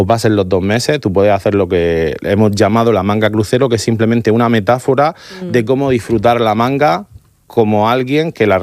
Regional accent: Murcia, Region of Murcia, Spain; los que somos de Murcia

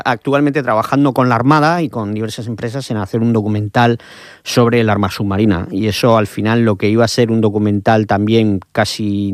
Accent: Cartagena, Region of Murcia, Spain; como murcianos y como y sobre todo los de Cartagena

